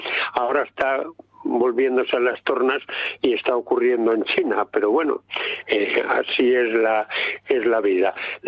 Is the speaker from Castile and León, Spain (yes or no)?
yes; Castile and León, Spain; que el maestro que tuve yo en mi pueblo, un pueblo de la provincia de Ávila